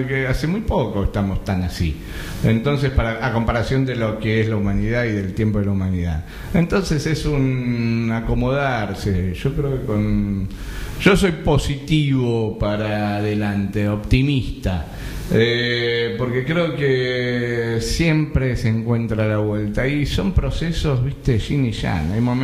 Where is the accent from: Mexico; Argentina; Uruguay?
Argentina; Buenos Aires; also born or lived in Acasuso, Argentina; me había criado todo y había crecido y viví toda la vida en Capital, o si bien nací también en Acasuso, Acasuso es un hermoso barrio de zona norte con mucho verde